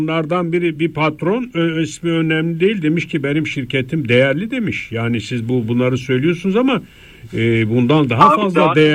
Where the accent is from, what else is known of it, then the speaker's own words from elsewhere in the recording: Van, Turkey; Biz Vanlılar olarak kabul etmiyoruz.